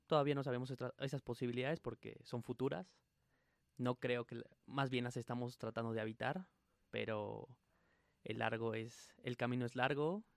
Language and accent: Spanish; State of Mexico, Mexico; soy de la Sierra de las Cruces y Monte Alto.